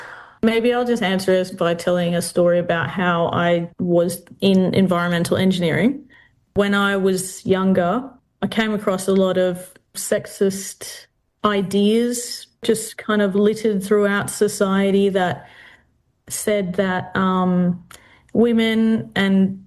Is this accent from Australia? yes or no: yes; Western Australia, Australia; a Jaru woman from the Kimberley area of WA, with family connections to Balgo, Horse Creek, Windham. I grew up in the Kimberley in lots of little towns and remote communities that really shaped how I saw the world.